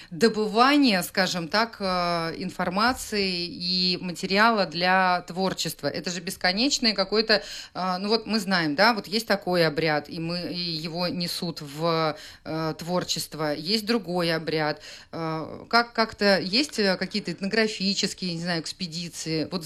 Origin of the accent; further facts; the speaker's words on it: Chukotka Autonomous Okrug, Russia; born there; я родилась на Чукотке, я тоже впитала в себя эту землю и эти мифы